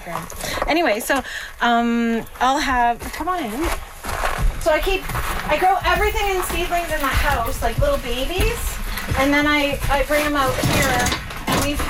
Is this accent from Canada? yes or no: yes; Whitehorse, Yukon, Canada; now in Dawson, Canada; So I moved to, I grew up in Whitehorse, and we moved to Dawson 4 years ago